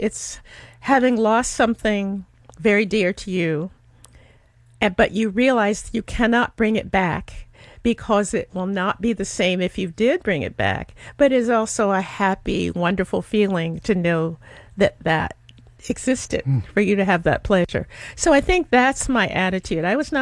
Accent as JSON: {"language": "English", "region": "Alaska", "country": "United States", "moved": "yes", "said": "I come from Alaska. I come from a community that was very supportive."}